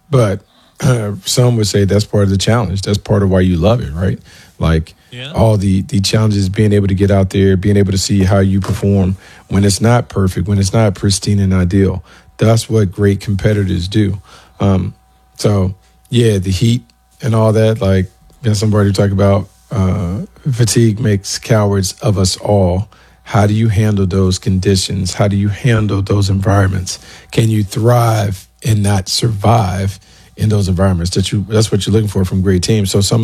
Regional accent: the South, United States; Maybe so, but I grew up in the South where this was kind of the norm. It was hot. It was humid. It was muggy.

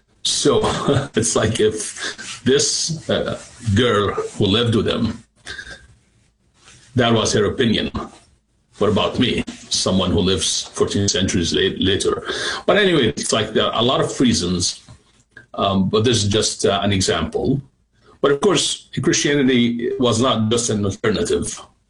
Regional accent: Jordan; moved away as an adult; also born or lived in Lebanon; now in United States; I'm originally from Jordan. I grew up in Jordan, converted to Christianity when I was 18 years old.

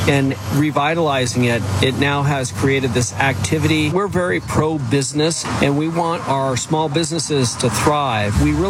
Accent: Chula Vista, California, United States; When I grew up in Chula Vista, we were 60 to 70,000 people.

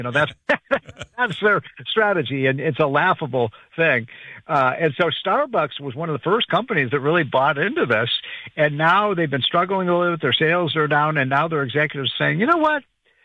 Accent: Illinois, United States; all of these states, New York, New Jersey, California, my home state of Illinois, Connecticut, Massachusetts, runaway costs.

